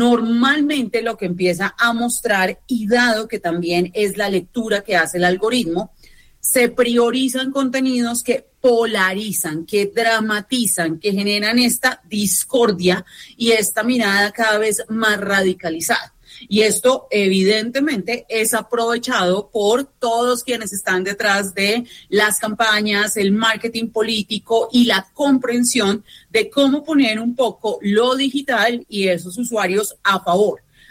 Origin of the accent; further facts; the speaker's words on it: Colombia; somos los colombianos